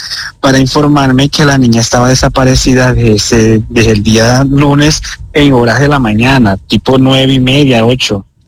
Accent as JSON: {"language": "Spanish", "region": "Zulia", "country": "Venezuela", "tie": "born or raised there", "moved": "as an adult", "lives_now": "Mosquera, Colombia", "said": "nosotros somos naturalmente de Zulia, nosotros somos de allá. Nosotros venimos, bueno, yo tengo acá radicado 5 años, ya ella vino, ya tendría por ahí como 2 años de estar acá, en Mosquera."}